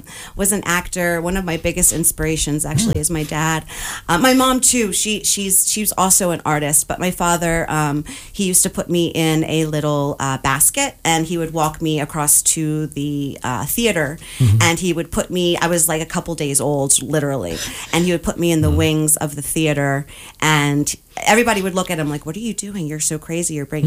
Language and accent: English; Newtown, Pennsylvania, United States; born there; So I was born in Newtown, Pennsylvania.